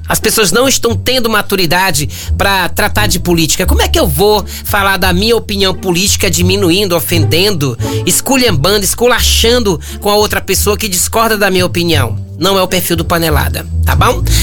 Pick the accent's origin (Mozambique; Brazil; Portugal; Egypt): Brazil; Northeast Brazil; nós somos nordestinos